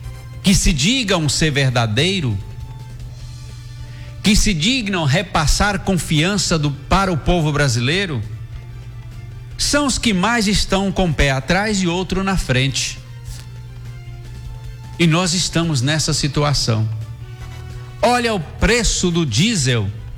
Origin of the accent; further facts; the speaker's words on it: Brazil; nós que somos brasileiros